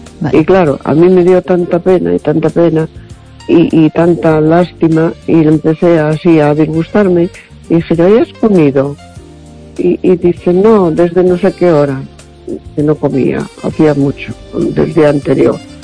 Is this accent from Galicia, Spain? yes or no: yes; A Coruña, Galicia, Spain; Hola, buenas noches. … de La Coruña.